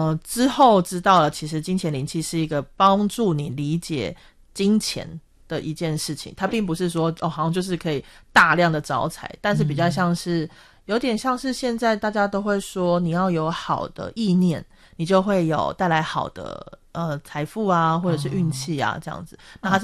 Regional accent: Japan; Chinese is a second language; 对，然后我是一个日本人

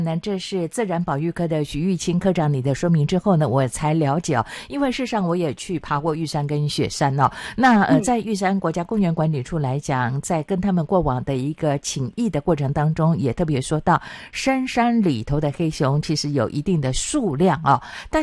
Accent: Chiayi, Taiwan; 我是嘉义人，老家在嘉义哦。

